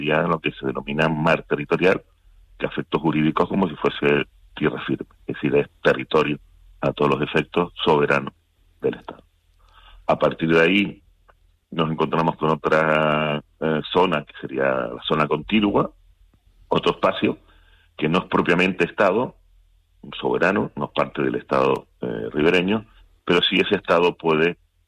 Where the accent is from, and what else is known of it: Canary Islands, Spain